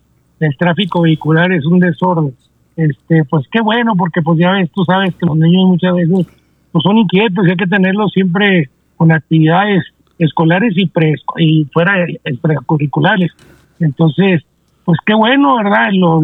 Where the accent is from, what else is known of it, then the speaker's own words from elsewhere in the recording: Mexico; No hay como los mexicanos que nos vamos del otro lado a hacer trabajos que muchos, muchos, muchos americanos no lo hacen